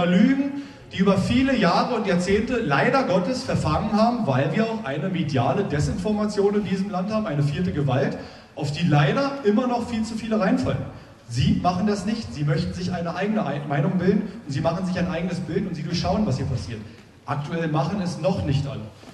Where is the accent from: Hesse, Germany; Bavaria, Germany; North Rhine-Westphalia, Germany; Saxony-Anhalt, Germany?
Saxony-Anhalt, Germany; Tangermünde; Ich bin Altmärker, ich komme aus Tangermünde.